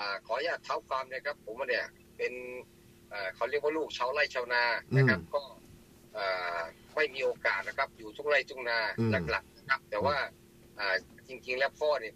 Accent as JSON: {"language": "Thai", "area": "Kut Rang district", "region": "Maha Sarakham", "country": "Thailand", "tie": "born or raised there", "moved": "yes", "said": "เกิดกำเนิดเกิดที่เมื่อก่อนเป็นอำเภอบ่อระเบือแต่ตอนนี้มาเป็นอำเภอกุดลังแล้วครับมันเปลี่ยนอำเภอมา"}